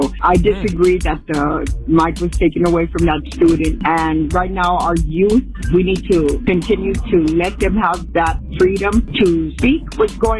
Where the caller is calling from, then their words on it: Downey, California, United States; I'm calling from Downey.